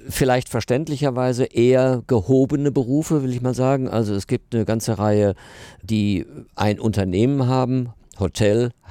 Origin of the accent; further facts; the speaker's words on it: Herne, North Rhine-Westphalia, Germany; Und ich stamme aus Herne und Hans Tilkowski war mein Idol.